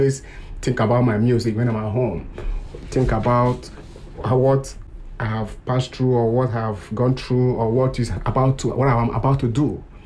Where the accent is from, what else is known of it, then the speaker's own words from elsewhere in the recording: Nigeria; I'm from Nigeria, and I'm Afrobeat artist.